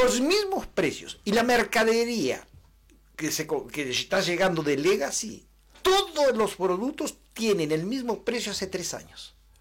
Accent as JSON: {"language": "Spanish", "country": "Uruguay", "said": "somos uruguayos, somos de campaña, de pasto y tierra."}